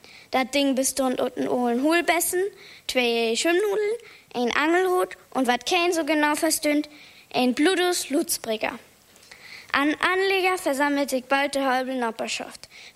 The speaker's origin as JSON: {"language": "German", "town": "Neufeld", "region": "Schleswig-Holstein", "country": "Germany", "said": "Schönen guten Tag … ich komme aus Neufeld."}